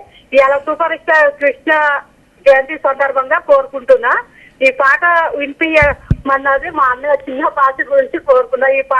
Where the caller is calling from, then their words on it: Kothagudem, Telangana, India; నేను కొత్తగూడెం బూర్దిగడ్డ నుంచి మాట్లాడుతున్నా.